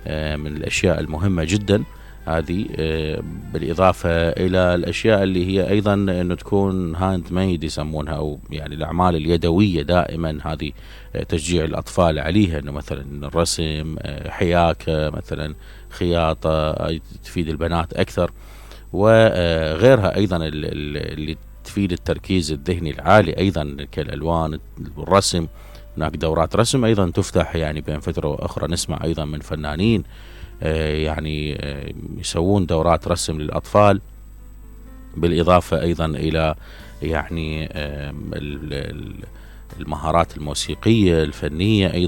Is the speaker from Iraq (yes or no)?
yes; Basra, Basra Governorate, Iraq; عندنا بالبصرة